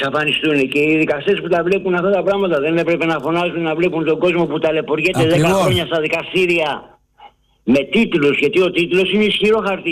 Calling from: Attica, Greece; από Βόρεια Προάστια.

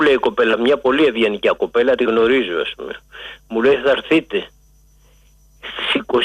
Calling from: Pikermi, Attica, Greece; είμαι από το Πικέρμη.

